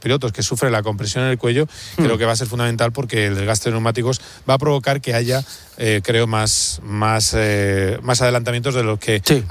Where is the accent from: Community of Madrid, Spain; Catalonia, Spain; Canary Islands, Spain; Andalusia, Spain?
Community of Madrid, Spain; Madrid